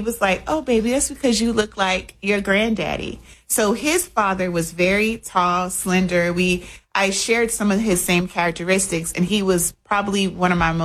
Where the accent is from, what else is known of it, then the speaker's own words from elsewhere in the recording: Austin, Texas, United States; born there; So I was adopted at birth. I was born in Austin, Texas.